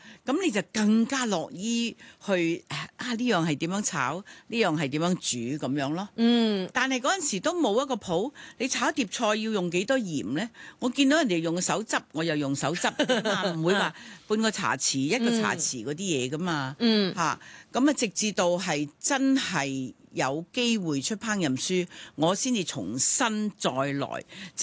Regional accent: Hong Kong; born there; also born or lived in Guangzhou, China; 在广州的时候我在广州出世长大。但是一到8岁落到香港

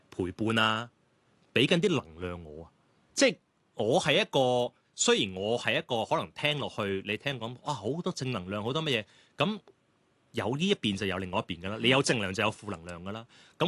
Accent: Canada; moved away; 我细个在加拿大的时候

